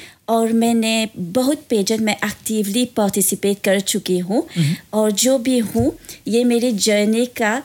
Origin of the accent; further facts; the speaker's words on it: Mauritius; मैं फोंडिसा के रहने वाली हूँ और मैं एक पीआर एजेंसी में काम करती हूँ। और मैं एक सिंगल मदर हूँ